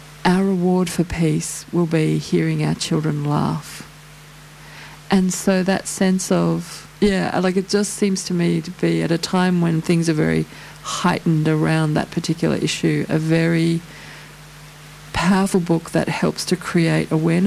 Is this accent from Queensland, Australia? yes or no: yes; Queensland, Australia; when I grew up in Queensland